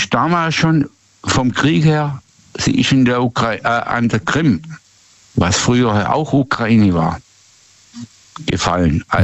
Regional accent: Baden-Württemberg, Germany; Nee, ich komme nicht aus dem Schwarzwald.

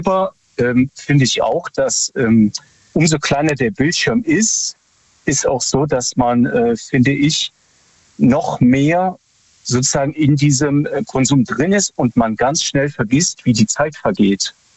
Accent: Freiburg, Baden-Württemberg, Germany; hallo, ich bin aus Freiburg.

